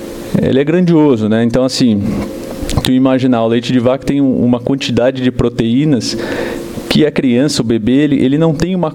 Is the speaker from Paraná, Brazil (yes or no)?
yes; Paraná, Brazil; eu sou do interior do Paraná, e aqui também sendo interior